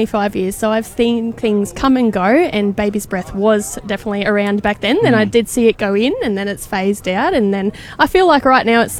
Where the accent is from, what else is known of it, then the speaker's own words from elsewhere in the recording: Bundaberg, Queensland, Australia; also born or lived in Toowoomba; now in Childers, Australia; we actually relocated from Toowoomba. This is my hometown, though, Bundaberg. I've got lots of family here